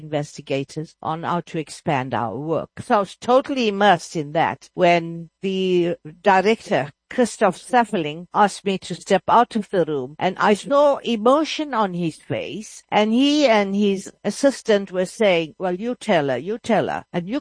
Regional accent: South Africa; let me say I come from South Africa. I come from Africa.

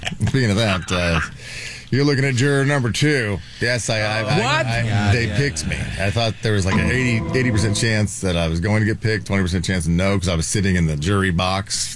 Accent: Terre Haute, Indiana, United States; Columbia House was located in Terre Haute, Indiana.

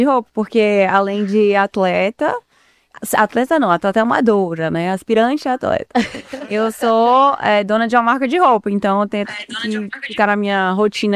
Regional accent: São Paulo, Brazil; born there; also born or lived in Recife, Brazil; nasci aqui em São Paulo. E aí, aqui em São Paulo, comecei na ginástica olímpica. Aí me mudei para Recife, porque meus pais se mudaram por conta de trabalho.

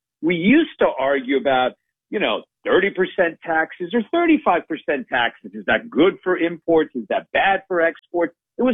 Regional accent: New York, United States; I grew up in New York.

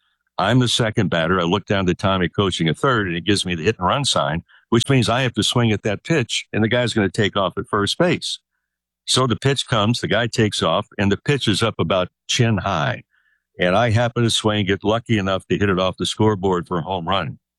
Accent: Santa Monica, California, United States; For me, Buster, was going back home because I grew up in Santa Monica.

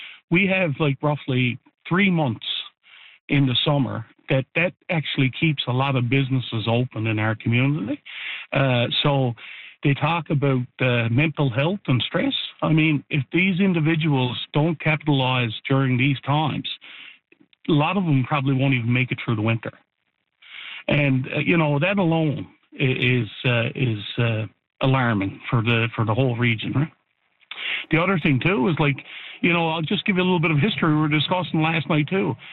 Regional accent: Newfoundland and Labrador, Canada; I mean, as a Newfoundlander and Labradorian, I really feel that this link is essential and vital to our province.

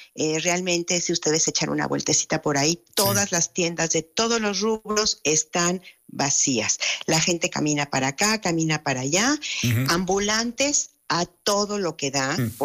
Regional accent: Mexico; Y me siento como mexicana tan impotente, tan impotente.

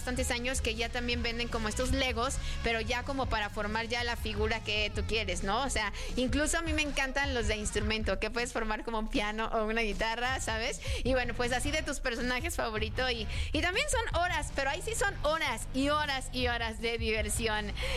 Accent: Mexico; Ganador, por supuesto, porque somos mexicanos y nos sentimos completamente ganadores.

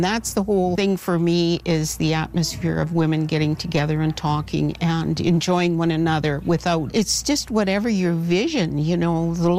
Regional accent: Saskatchewan, Canada; But I get most of my inspirations, I think, growing up in the Qu'Appelle Vall

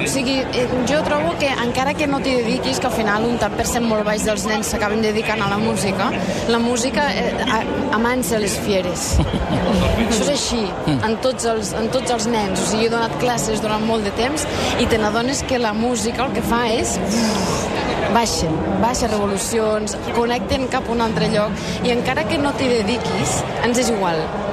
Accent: Agramunt, Catalonia, Spain; Jo soc de Gramunt.

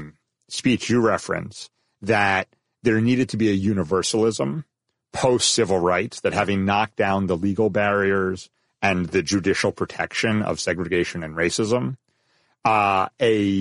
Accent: New York City, New York, United States; But I grew up in New York City, lifelong New Yorker.

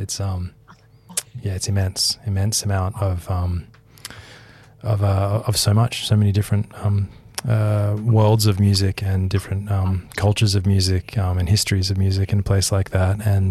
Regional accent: Australia; I'm an Australian

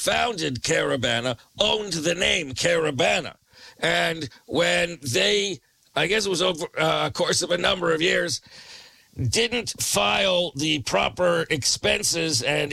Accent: Canada; whenever they heard I was from Canada, we were from Canada

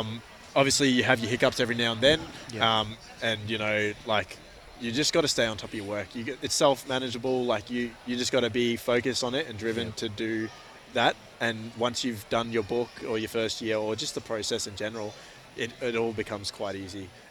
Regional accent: Cairns, Queensland, Australia; All right, I'm from Cairns, born and raised. I've been on this program before, so if you've heard before, yeah, so … the name is from here, family's from Murray.

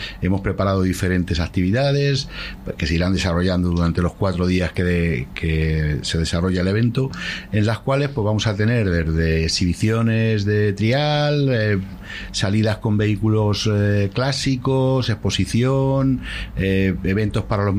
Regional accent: Collado Villalba, Community of Madrid, Spain; Yo soy de Villalba, de hace muchísimos años

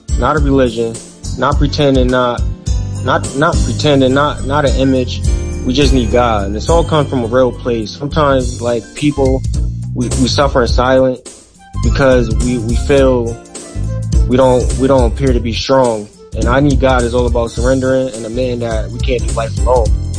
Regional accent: New Haven, Connecticut, United States; Growing up in New Haven

